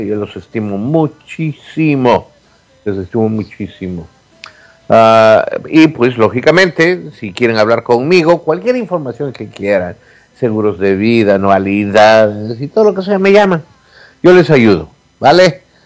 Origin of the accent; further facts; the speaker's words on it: Los Angeles, California, United States; now in Denver, United States; yo crecí, acuérdate, en Los Ángeles.